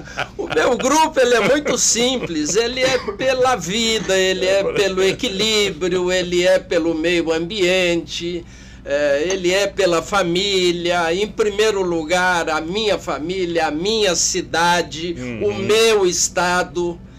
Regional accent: Minas Gerais, Brazil; Não, eu sou mineiro.

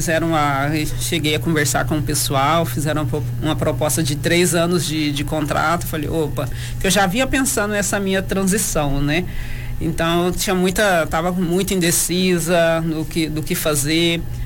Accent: Sacramento, Minas Gerais, Brazil; moved away; eu sei que muita gente aqui de Sacramento me acompanha

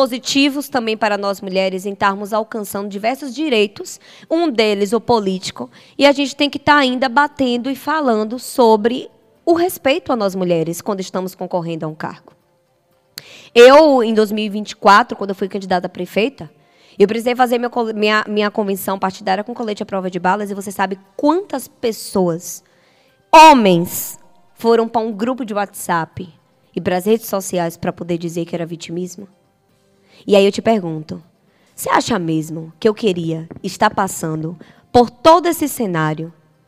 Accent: Coração de Maria, Bahia, Brazil; born there; na cidade a qual eu pago meus impostos, na cidade a qual eu tenho história, tenho família, nasci no Hospital Ângelo Martins.

